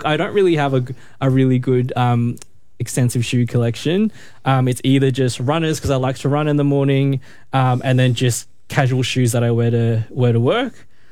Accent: Melbourne, Victoria, Australia; I grew up in the West Side.

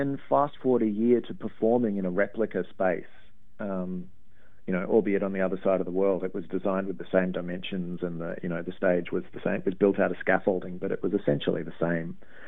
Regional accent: Melbourne, Victoria, Australia; moved away as an adult; also born or lived in London; it wasn't because I was from Melbourne.

